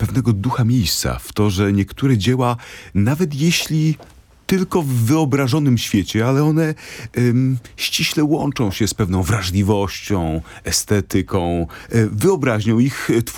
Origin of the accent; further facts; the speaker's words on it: Poznań, Greater Poland Voivodeship, Poland; moved away; jako poznaniak z urodzenia i z wychowania i z pierwszego wykształcenia